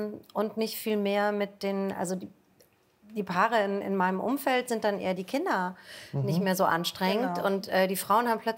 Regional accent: Northern Germany, Germany; Ich bin aus Norddeutschland.

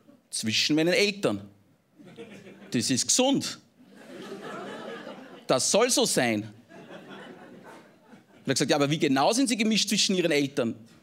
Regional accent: Engerwitzdorf, Upper Austria, Austria; Ja, ich komme aus Oberösterreich, das liegt in Österreich, aus der Region des Mühlviertels. Das Dorf heißt Engerwitzdorf, ist sehr klein

